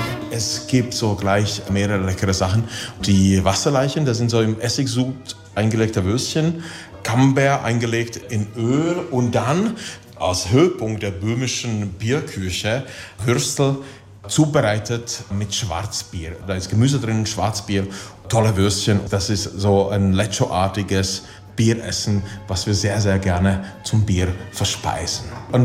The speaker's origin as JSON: {"language": "German", "town": "Lomnice nad Popelkou", "region": "Liberec Region", "country": "Czechia", "tie": "born or raised there", "also_born_or_lived": "Turnov", "said": "Ich komme aus dieser Gegend, aus dem böhmischen Paradies. Ich bin keine 14 Kilometer von hier aufgewachsen und keine 7 Kilometer in der Tat von hier geboren in Turnov, aufgewachsen in Lomnice."}